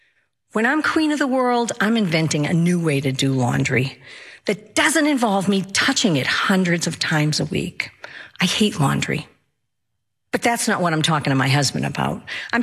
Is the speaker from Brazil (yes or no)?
no; Ireland; I'm Irish. I've always been a storyteller.